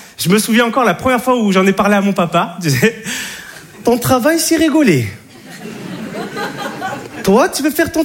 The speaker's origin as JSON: {"language": "French", "town": "Monte Carlo", "country": "Monaco", "said": "Et je suis de Monaco, Monte Carlo. Voilà. Le rocher, le prince, les princesses, hein, le Grand Prix de Monaco, les Arabes. Non, je suis l'arabe de Monaco."}